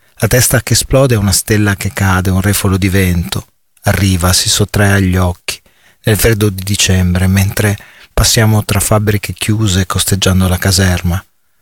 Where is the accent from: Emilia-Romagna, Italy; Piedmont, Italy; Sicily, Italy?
Emilia-Romagna, Italy; Bologna; now in Ferrara, Italy; sono di Bologna in realtà, anche se vivo a Ferrara